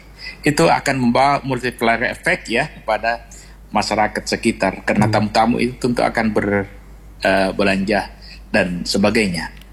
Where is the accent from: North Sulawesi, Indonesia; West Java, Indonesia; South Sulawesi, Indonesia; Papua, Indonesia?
South Sulawesi, Indonesia; Galesong; seperti di kampung saya di Galesong itu ada namanya Bungum Barania ya.